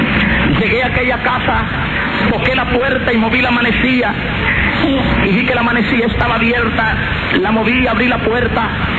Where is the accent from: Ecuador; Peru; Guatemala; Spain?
Guatemala; moved away; Regresé a Guatemala, dije, voy a morir a mi tierra. Regresé un 31 de diciembre a Guatemala.